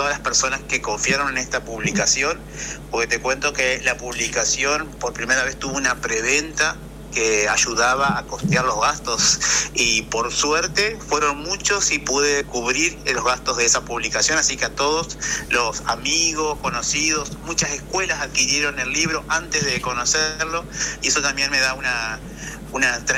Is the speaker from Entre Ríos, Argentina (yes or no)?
yes; Villa Domínguez, Entre Ríos, Argentina; Domínguez, de donde yo soy originario